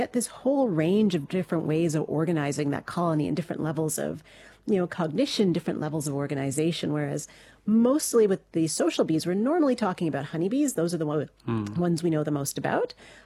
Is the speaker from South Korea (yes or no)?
no; Canada; Like, I'm from Canada originally